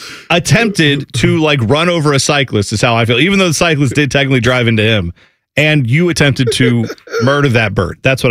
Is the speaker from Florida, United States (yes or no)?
yes; Florida, United States; accent: Florida; My Florida accent sounded like John Gruden?